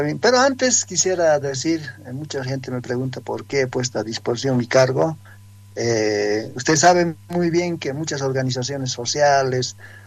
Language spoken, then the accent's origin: Spanish; Guarina, La Paz, Bolivia; now in El Alto, Bolivia; Yo soy de Guarina, provincia de Mosullos, donde ha nacido el gran mariscal Andrés de Santa Cruz.